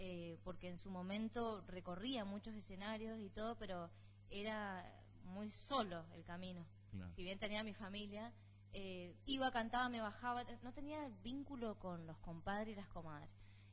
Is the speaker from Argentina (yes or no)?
yes; Argentina